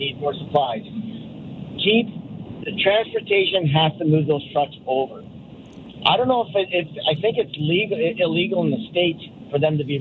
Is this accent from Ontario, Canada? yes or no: no; Vancouver, British Columbia, Canada; now in White Rock, Canada; I'm born and raised in East Vancouver